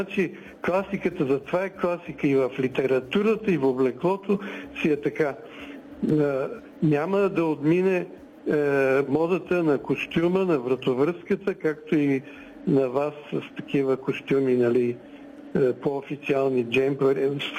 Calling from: Vidin, Vidin Province, Bulgaria; от Видин.

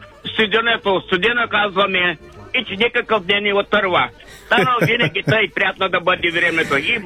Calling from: Dulovo, Silistra Province, Bulgaria; Добро утро … от Дулово.

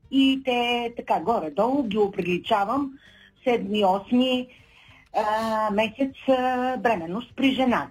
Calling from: Shumen, Shumen Province, Bulgaria; съм от Шумен.

